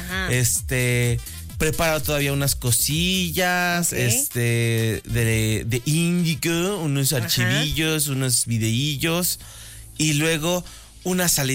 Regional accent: Mexico City, Mexico; Yo soy chilango.

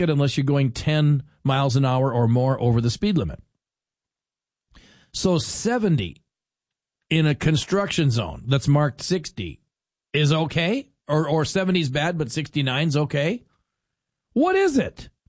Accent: North Dakota, United States; moved away; growing up in North Dakota, and driving, I don't know how many times, hundreds of times, say, between Fargo and Bismarck.

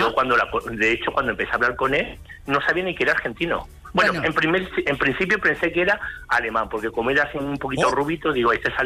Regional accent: Andalusia, Spain; él es más de 40 clases de Pinedo y yo soy de Andalucía.

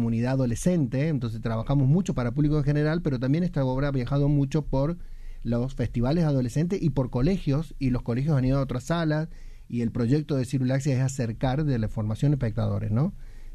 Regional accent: San Juan, Argentina; now in Córdoba, Argentina

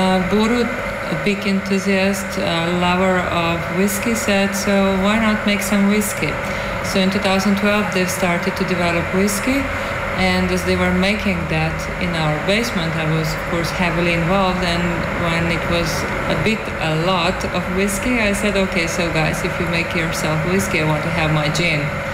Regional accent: Ljubljana, Slovenia; English is a second language; Well, I was born and raised in Ljubljana. I graduated economics, started to work in pharmaceuticals

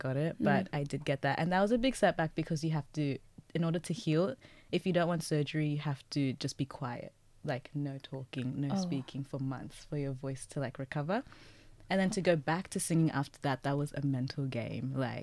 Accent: Australia; also born or lived in Zimbabwe; I'm able to relate to being Australian as much as I'm able to relate to being Zimbabwean.

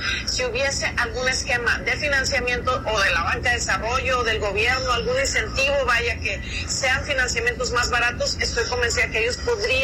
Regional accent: Manzanillo, Colima, Mexico; Yo que soy de Manzanillo

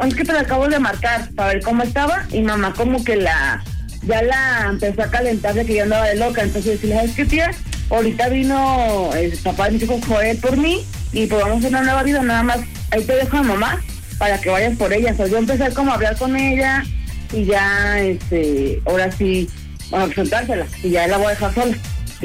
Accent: Guadalajara, Jalisco, Mexico; accent: chilango; De aquí, de Guadalajara, pero pues me escucho chilango, tengo sangre de chilanga.

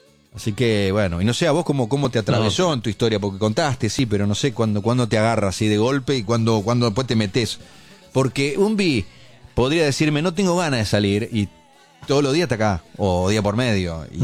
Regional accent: General La Madrid, Buenos Aires Province, Argentina; moved away; Un pionero de la radio de mi pueblo

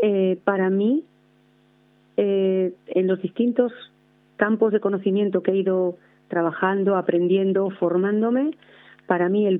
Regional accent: Santiago de Compostela, Galicia, Spain; born there; Pero que sepas que en esa hibridación nací en Santiago de Compostela en un año jubilar lebaniego.

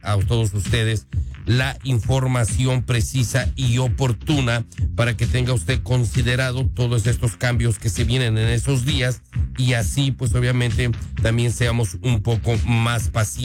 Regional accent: Mexico; now in Nebraska, United States; La mayor parte de los hispanos que vivimos aquí en Nebraska, y en el caso del consulado que también atiende Iowa, somos mexicanos.

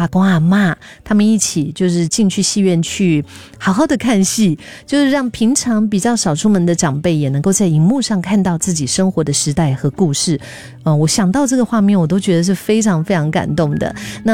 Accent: Singapore; 我们新加坡人

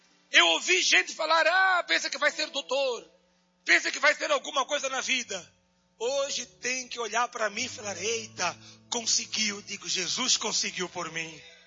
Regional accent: Mozambique; moved away as an adult; now in Brazil; voltei para minha terra, Moçambique.

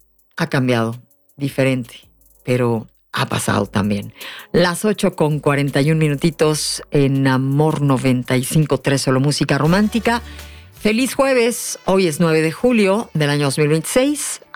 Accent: Mexico; las mexicanas muchas veces creemos

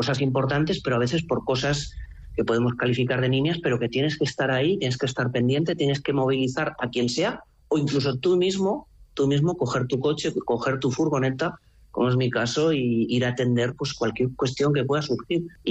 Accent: Mequinenza, Aragon, Spain; Un ciudadano de Mequinenza. Es un pueblo pequeño, para lo que es Aragón ya tiene una cierta dimensión

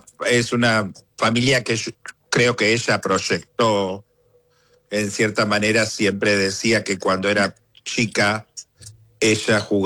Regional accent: Lonquimay, La Pampa, Argentina; moved away as an adult; also born or lived in Pellegrini, Buenos Aires Province; now in United States; y criado en La Pampa, obviamente, por el resto de mi infancia.

